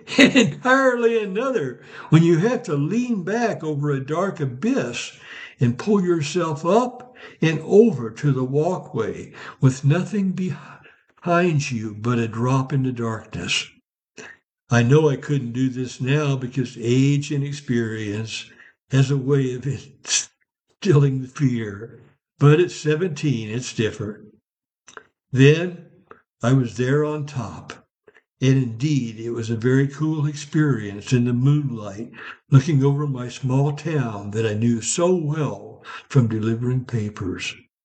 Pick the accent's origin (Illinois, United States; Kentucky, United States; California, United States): Illinois, United States; Ursa; my hometown of Ursa, Illinois.